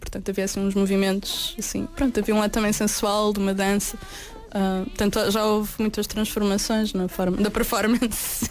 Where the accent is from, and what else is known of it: Portugal; accent: Portuguese